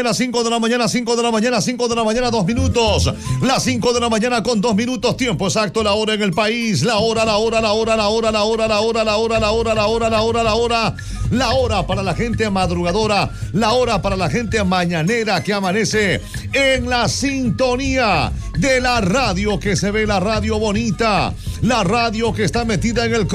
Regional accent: Ecuador; somos ecuatorianos y llevamos la tricolor en el pecho

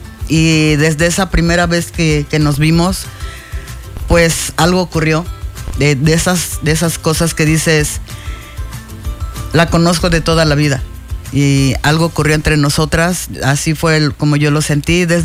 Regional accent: Acapulco, Guerrero, Mexico; also born or lived in Monterrey / Canada; now in Cancún, Mexico; Yo soy de Acapulco y pensé que siempre iba a regresar a Acapulco. Me había ido un tiempo a vivir a Monterrey hace algunos años, después a Canadá, no me gusta el frío

